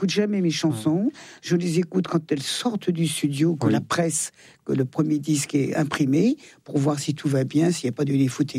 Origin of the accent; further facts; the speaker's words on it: Auvergne-Rhône-Alpes, France; Je suis plus savoyarde que française d'ailleurs. D'ailleurs, les Savoyards, on est français depuis 150 ans.